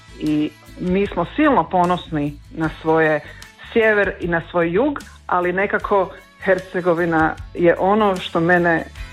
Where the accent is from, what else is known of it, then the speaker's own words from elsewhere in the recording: Zagreb, City of Zagreb, Croatia; born there; also born or lived in Herzegovina; Ja sam rođena u Zagrebu. Meni je majka Ljerka iz Ludbrega, Podravine, a moj otac je iz Ljubuškog.